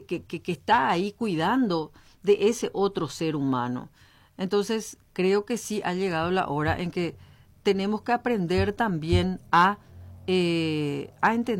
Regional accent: Paraguay; como ciudadanos, como paraguayos

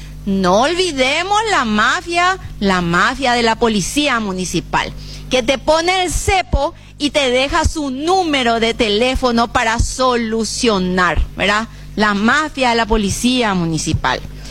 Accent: Asunción, Paraguay; Yo soy asuncena.

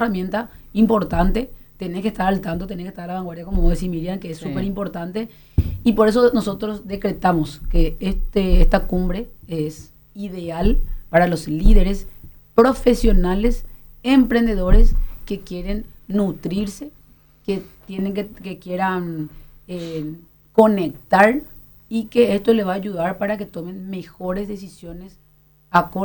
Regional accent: Paraguay; a nosotros como paraguayos

